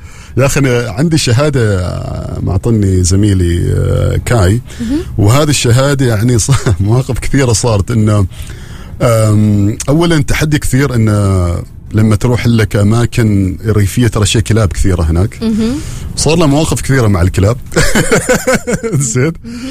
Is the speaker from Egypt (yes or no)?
no; Oman; بلادنا سلطنة عمان